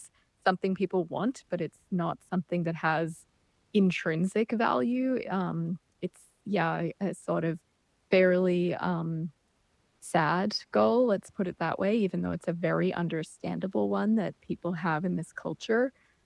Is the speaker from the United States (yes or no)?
no; Australia; including my home country of Australia